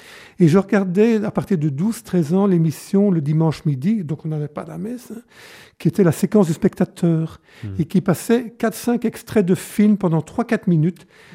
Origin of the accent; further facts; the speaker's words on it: Wallonia, Belgium; born there; Alors je suis né plutôt à Potes, donc c'est une petite ville à quelques kilomètres de Tournai, dans le Tournaisis donc. Et mes parents étaient fermiers, paysans, comme on dit.